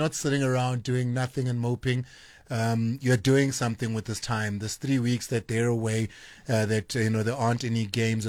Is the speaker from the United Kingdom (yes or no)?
no; South Africa; And it's something that I, as a South African, am extremely proud of in what you've done.